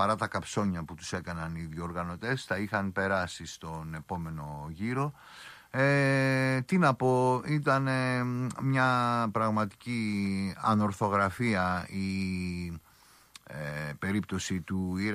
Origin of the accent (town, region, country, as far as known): Greece